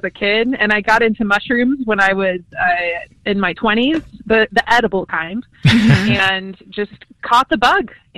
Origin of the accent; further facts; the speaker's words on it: Milford, Pennsylvania, United States; I grew up in Milford.